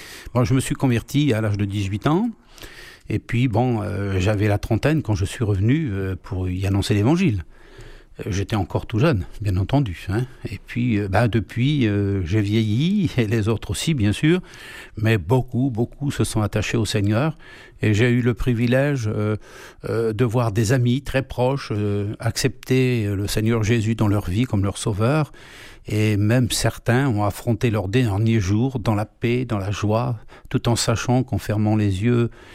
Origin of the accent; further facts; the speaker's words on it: Laon, Hauts-de-France, France; moved away; je suis arrivé dans cette ville pour visiter ma famille, parce que je suis originaire de Laon.